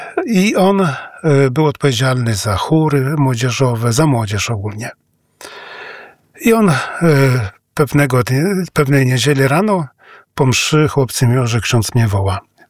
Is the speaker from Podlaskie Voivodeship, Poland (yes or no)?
no; Jartypory, Masovian Voivodeship, Poland; moved away as an adult; now in Cameroon; przyjechałem z mojej wioski Jartypory koło Węgrowa, niedaleko.